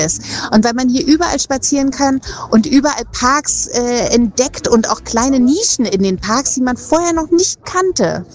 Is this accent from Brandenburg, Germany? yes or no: yes; Potsdam, Brandenburg, Germany; Mein Lieblingsort ist die Orangerie, weil da bin ich groß geworden, da hat meine Mutter gearbeitet